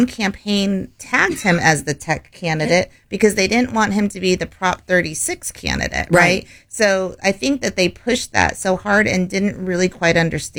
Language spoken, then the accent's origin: English; San Jose, California, United States; Yeah, San Jose, my hometown, I was really rooting for him just to kind of break out.